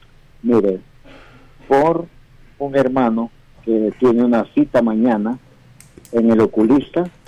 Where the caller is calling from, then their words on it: Houston, Texas, United States; yo aquí nomás vivo en Houston.